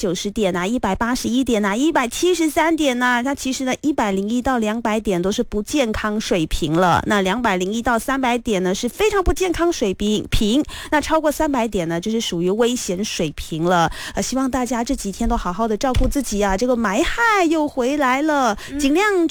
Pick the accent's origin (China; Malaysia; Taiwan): Malaysia; Johor Bahru, Johor; 因为我跟珍妮都是柔佛人嘛，我是新山人，你是巴珠巴峡人